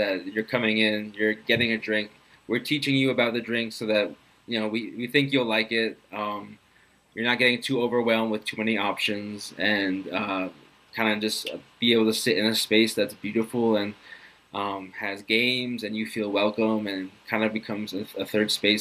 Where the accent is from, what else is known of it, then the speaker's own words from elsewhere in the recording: Singapore; moved away as an adult; growing up in Singapore